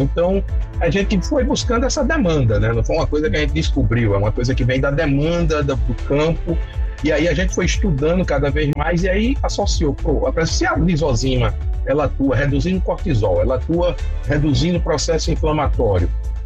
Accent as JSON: {"language": "Portuguese", "region": "Northeast Region", "country": "Brazil", "said": "Eu sou do Nordeste"}